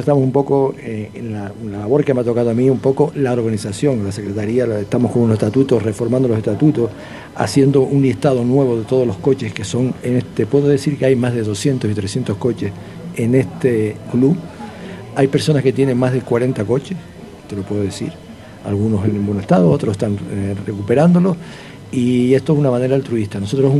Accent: Garafía, Canary Islands, Spain; yo en concreto soy de Garafía

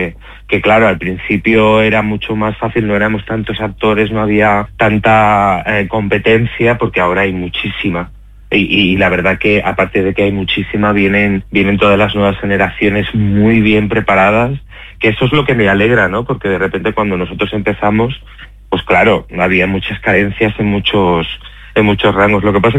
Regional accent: Gandia, Valencian Community, Spain; moved away as an adult; now in Madrid, Spain; soy valenciano, aunque vivo en Madrid hace 27 años

